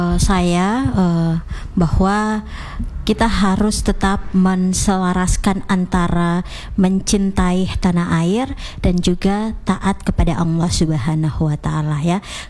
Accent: Ternate, North Maluku, Indonesia; Kita ini orang Indonesia, lebih khususnya orang Ternate. Saya lahir di Ternate, ya. Saya tumbuh kembang di Ternate. Saya mencari uang di Ternate.

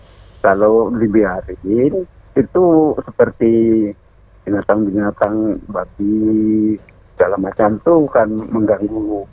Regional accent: Medan, North Sumatra, Indonesia; Nah, saya memang dari Medan dulu, memang khusus ke sini, memang saya yang anggota dulu itu PT Telagasari.

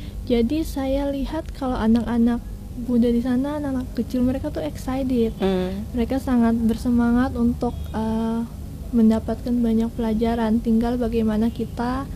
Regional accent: Bobo, Maluku, Indonesia; Tapi bagaimana saya mencari potensi baru seperti kampung halaman saya kayak Bobo, karena banyak pasti yang masih

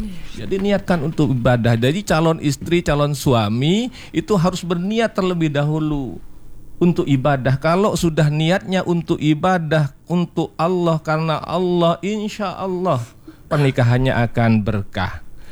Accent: Madura, East Java, Indonesia; saya juga orang Madura ini agak repotan juga memahami.

